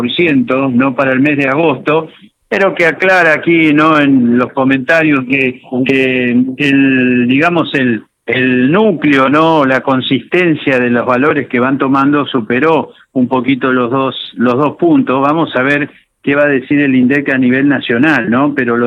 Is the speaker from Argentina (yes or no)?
yes; San Francisco, Córdoba, Argentina; moved away; allí en mi ciudad de San Francisco